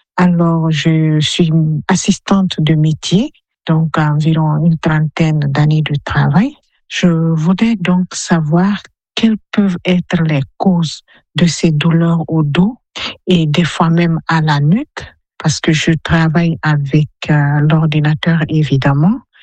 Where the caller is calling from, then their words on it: Banjul, Gambia; Bonjour équipe Priorité Santé de RFI, je suis … de Banjul, je suis âgée de 58 ans.